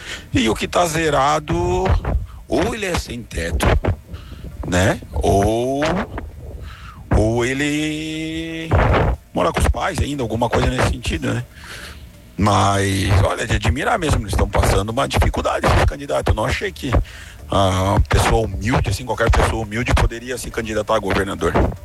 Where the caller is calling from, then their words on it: Guaramirim, Santa Catarina, Brazil; Guaramirim